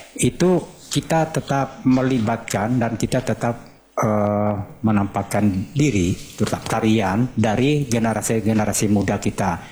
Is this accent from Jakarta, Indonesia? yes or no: no; North Kalimantan, Indonesia; Kelangkang itu dilakukan, itu merupakan salah satu tradisi budaya kami orang Tidung.